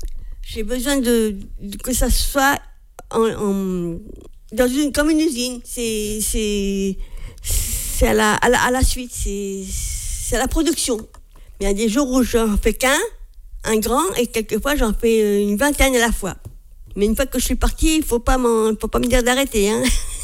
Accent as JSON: {"language": "French", "country": "Morocco", "tie": "born there", "said": "Je suis née au Maroc, donc je sais qu'il y a des maisons marocaines."}